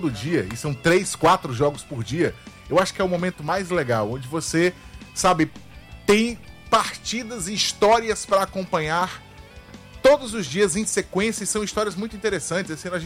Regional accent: Brazil; somos brasileiros

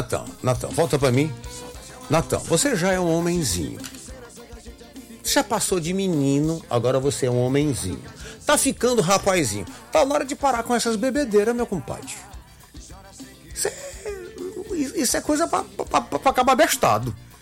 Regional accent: Ceará, Brazil; Nós somos cearenses.

